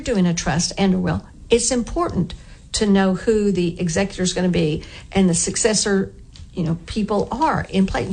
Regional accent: Fort Worth, Texas, United States; now in Oklahoma, United States; I'm from Fort Worth

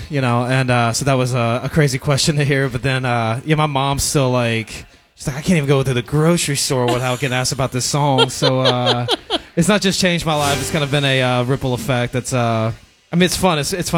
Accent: Tennessee, United States; I'm from East Tennessee, so pretty much everybody's family, in Tennessee.

